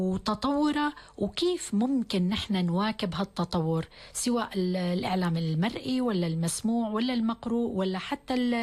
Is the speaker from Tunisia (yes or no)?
no; Syria